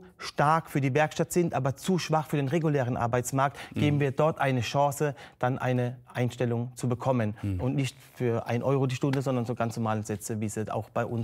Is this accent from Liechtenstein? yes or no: no; Baden-Württemberg, Germany; ich bin ja nicht ursprünglich von der Schönau, sondern ich komme aus der Neckarstadt West.